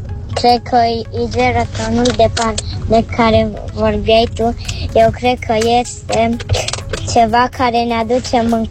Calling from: Satu Mare, Satu Mare County, Romania; De satul mare. Am 7 ani, aproape 8.

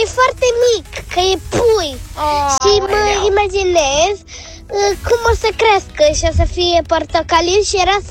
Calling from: Bucharest, Romania; din București și am 8 ani

